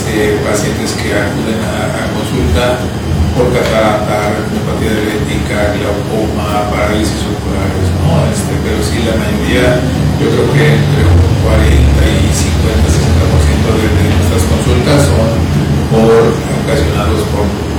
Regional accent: Tihuatlán, Veracruz, Mexico; born there; yo soy nacido aquí en Tihuatlán

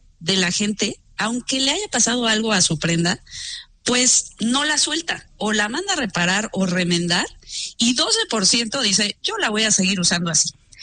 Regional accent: Mexico; cómo somos los mexicanos

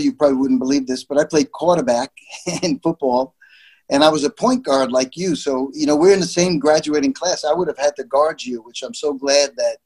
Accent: Long Island, New York, United States; You know, what's funny, I guess whatever you're doing in your life, wherever you are, you don't really know what to compare it to until you've actually left. So I just thought it was a normal life.

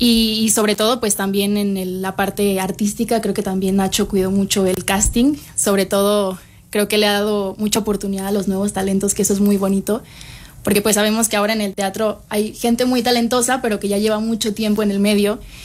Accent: Monterrey, Nuevo León, Mexico; now in Mexico City, Mexico

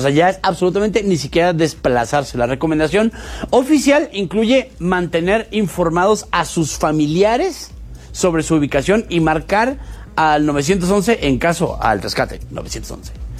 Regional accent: Mexico; Pero uno está educadísimo, como mexicano, uno está educadísimo.

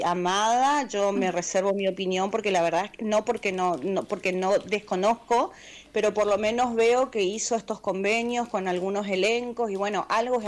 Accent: Argentina

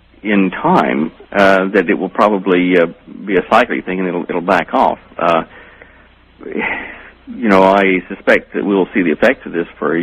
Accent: Dallas, Texas, United States; now in Perth, Australia; I'm from Dallas originally, ma'am.

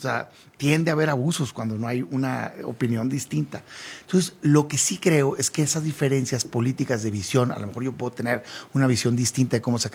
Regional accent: Mexico; Yo soy mexicano antes que nada

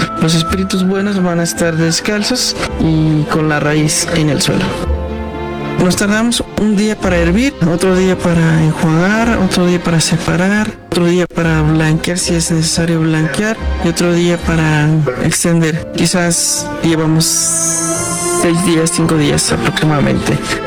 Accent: Puebla, Mexico; Nosotros venimos de la Sierra Norte de Puebla, en los límites de Puebla Hidalgo, y en nuestra comunidad nos dedicamos a hacer lo que es el papel amate.

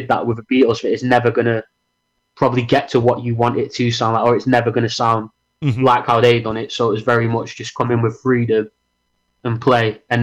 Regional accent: Manchester, North West England, United Kingdom; also born or lived in Liverpool; So we grew up in Manchester, which isn't too far from Liverpool

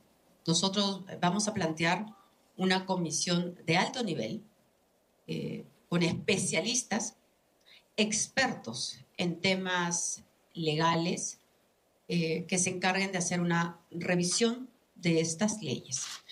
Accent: Peru; serán importantes también para empezar este proceso de volver a unirnos como peruanos.

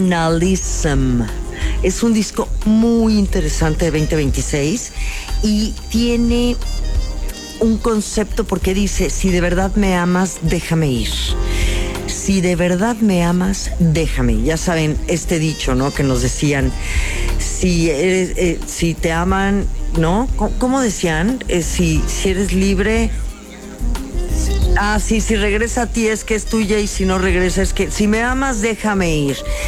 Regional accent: Mexico

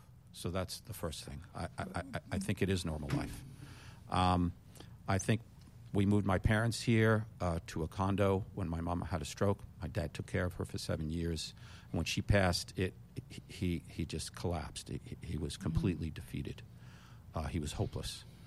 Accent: New York City, New York, United States; I grew up in New York City.

